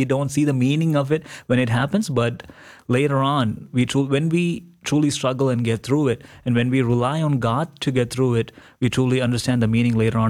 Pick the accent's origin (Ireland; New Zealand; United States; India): India; Kerala; But other than that, you know, growing up in India, growing up in Kerala always brings a smile to my face when I think about it, because it's fond memories that, you know, will carry for the rest of my life.